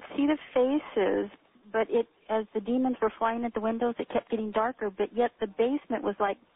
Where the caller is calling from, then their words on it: Oregon, United States; Hi, I'm calling from Oregon.